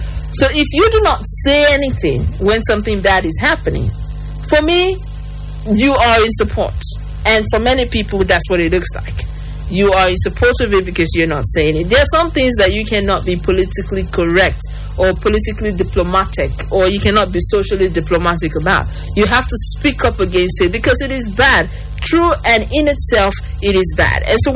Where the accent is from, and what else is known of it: Nigeria